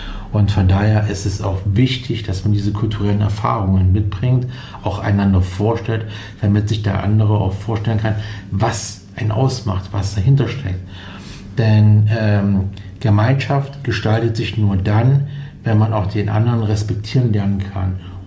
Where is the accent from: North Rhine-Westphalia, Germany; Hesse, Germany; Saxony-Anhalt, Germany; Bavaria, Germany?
Saxony-Anhalt, Germany; now in Thuringia, Germany